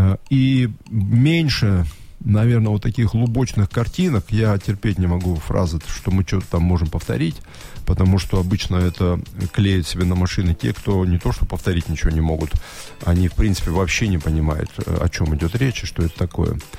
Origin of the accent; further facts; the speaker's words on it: Ovsyanka, Krasnoyarsk Krai, Russia; И я вырос в Овсянке.